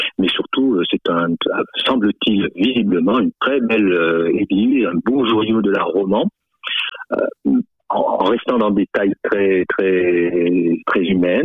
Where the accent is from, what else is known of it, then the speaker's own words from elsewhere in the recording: Auvergne-Rhône-Alpes, France; Alors moi, je suis pas du tout de la région. Hein. Je vis dans le Limousin et je suis originaire plutôt de l'Ain.